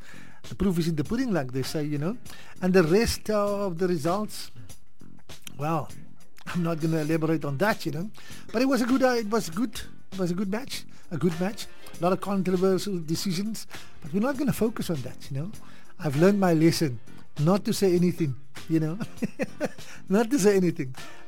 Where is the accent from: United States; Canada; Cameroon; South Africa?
South Africa; I'm a South African, mind you.